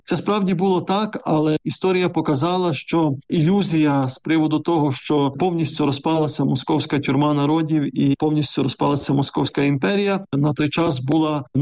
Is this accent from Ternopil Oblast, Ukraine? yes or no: yes; Ternopil Oblast, Ukraine; born there; Ми народилися на Тернопільщині. Пані Слава буквально у сусідньому селі разом зі мною на біля Княжої Теребовлі.